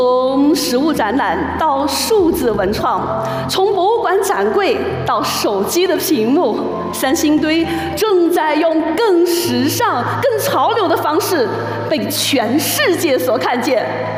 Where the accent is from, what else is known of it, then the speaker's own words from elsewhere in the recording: Guanghan, Sichuan, China; 我是土生土长的广汉人，三星堆就在我家门口。